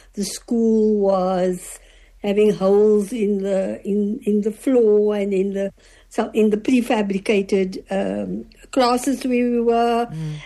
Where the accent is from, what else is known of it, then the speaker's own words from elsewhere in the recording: Cape Town, Western Cape, South Africa; also born or lived in Claremont; so we moved to Wynberg, where we did own the home. And so for most of my life, I was Wynberg-based. Mm-hmm. And I am currently still in Wynberg, oh, the same property my father bought 65 years ago.